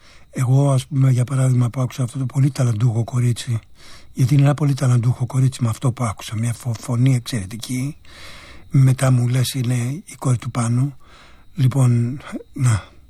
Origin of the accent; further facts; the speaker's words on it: South Aegean, Greece; also born or lived in Antiparos; Εγώ είμαι νησιώτης, κατάγομαι από τη Σύρο και την Αντίπαρο και κατάγομαι από μια ναυτική οικογένεια.